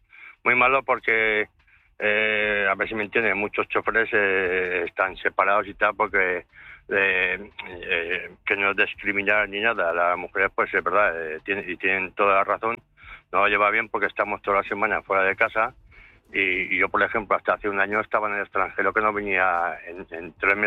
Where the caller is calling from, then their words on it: Aragon, Spain; Pues estoy en la Muña de Doña Godina.